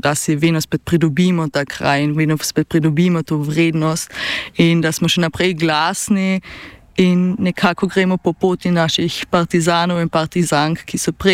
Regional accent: Carinthia, Austria; sem koroška Slovenka, da sem del manjšine, ki je še vedno diskriminirana

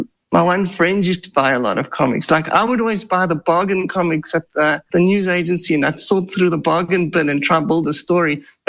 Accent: South Africa; was a better life for him to come to South Africa, and he had opportunity, so he moved there and I grew up in South Africa.

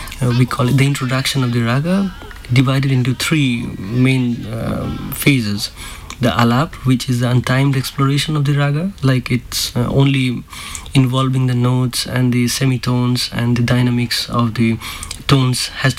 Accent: India; we as an Indian in general believe in life incarnation and few lives before and after.

